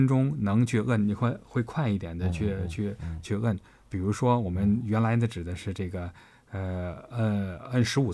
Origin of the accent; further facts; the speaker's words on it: China; 就像我们中国人说叫窗户纸别捅破了，一捅破窗户纸就变成急转直下。